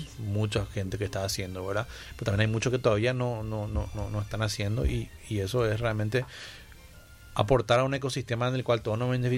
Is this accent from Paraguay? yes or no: yes; Paraguay; Soy paraguayo, tengo la sangre guaraní.